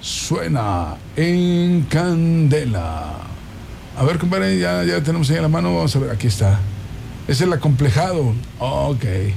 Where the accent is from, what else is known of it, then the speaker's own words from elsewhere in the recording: Mexico; Como buenos mexicanos tenemos que apoyar a nuestra selección.